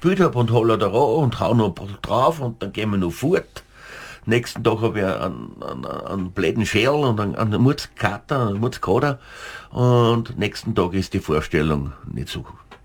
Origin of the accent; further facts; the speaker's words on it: St. Pölten, Lower Austria, Austria; Naja, an Österreich, also ich liebe mein Heimatort, St. Pölten